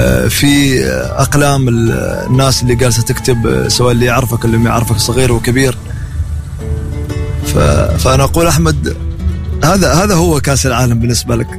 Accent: Salalah, Dhofar, Oman; أنا من صلالة،

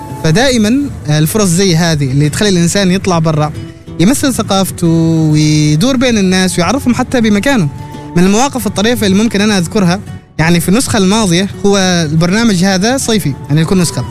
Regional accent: Dhofar, Oman; أنا من خلفية ريفية وجبالية، نحن عندنا اللغة الجبالية أو شحرية، شحرات.

